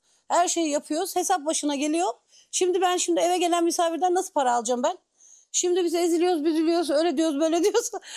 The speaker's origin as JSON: {"language": "Turkish", "town": "Cumalıkızık", "region": "Bursa", "country": "Turkey"}